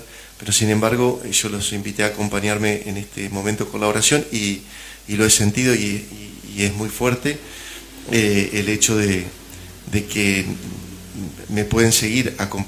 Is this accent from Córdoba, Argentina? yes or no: no; Gualeguaychú, Entre Ríos, Argentina; born there; moved away as an adult; now in Concepción del Uruguay, Argentina; estudié el seminario en Gualeguaychú, siempre había vivido en Gualeguaychú.